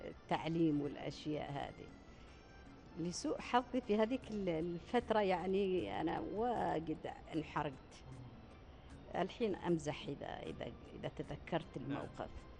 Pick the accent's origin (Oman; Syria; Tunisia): Oman; Salalah, Dhofar; also born or lived in Wadi Nahiz; مثل ما ذكرت لكم أنا من مواليد وادي نحيز، ونزحت أسرتي إلى صلالة.